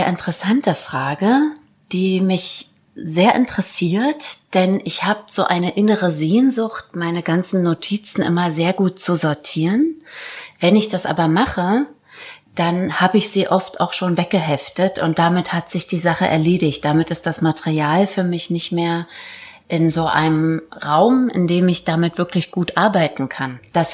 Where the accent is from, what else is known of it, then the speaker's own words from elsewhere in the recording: Barth, Mecklenburg-Vorpommern, Germany; born there; moved away as an adult; also born or lived in Rostock; now in Leipzig, Germany; ich komme ja sogar aus Vorpommern, also dieses flache Land mit dem großen Himmel und natürlich der Ostsee